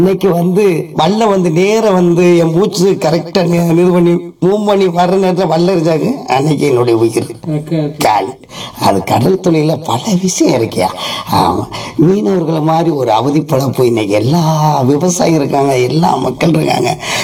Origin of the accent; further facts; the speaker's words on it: Pamban, Tamil Nadu, India; born there; நான் பாம்பெல்லாம் பிறந்தேன். கடை வயது 53 ஐயா.